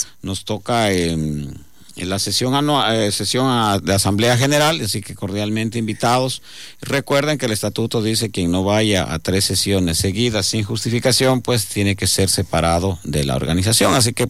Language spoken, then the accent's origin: Spanish; Loja, Ecuador; now in Nueva Loja, Ecuador; como decimos los lojanos, desde el sur.